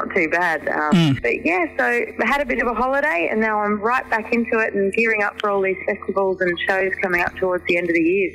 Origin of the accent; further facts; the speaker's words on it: Wamboin, New South Wales, Australia; And then I moved out to Womboyne. And so I grew up in Womboyne and worked in Bungendore supermarket, the old supermarket that used to be there.